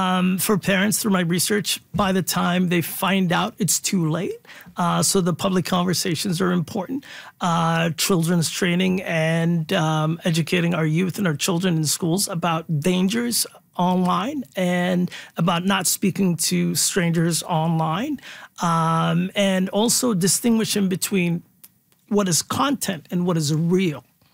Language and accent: English; Canada; as a Canadian society